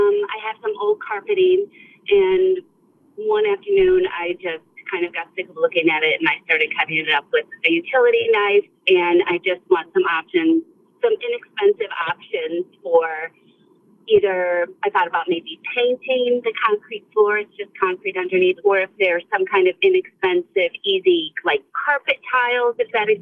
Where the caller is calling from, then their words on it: Tucker, Georgia, United States; I'm calling from Tucker, Georgia.